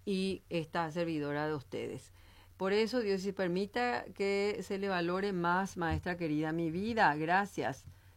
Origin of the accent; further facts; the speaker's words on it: Asunción, Paraguay; born there; also born or lived in Argentina; now in Fernando de la Mora, Paraguay; Yo nací en Asunción, viví en Argentina y ahora vivo en Fernando de la Mora.